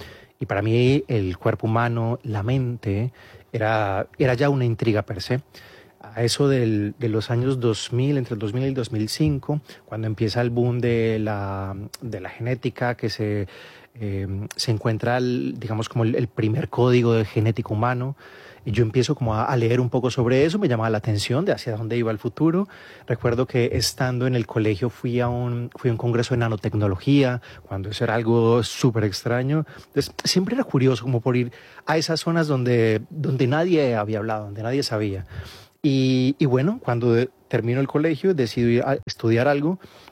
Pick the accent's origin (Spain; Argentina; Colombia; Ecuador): Colombia; Medellín, Antioquia; born there; also born or lived in Marinilla / Manizales / Turbo / Montería; Yo nací en Medellín, después de eso mis padres se fueron a Marinilla, que es un, haz de cuenta, como decir, vivo en la sierra, uh-huh. y ahí vivimos yo creo que los primeros años de mi vida.